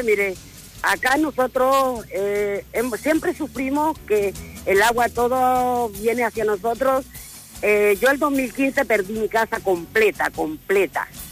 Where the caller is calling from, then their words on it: Chile; Lo llamo de acá del sector de La Chimba.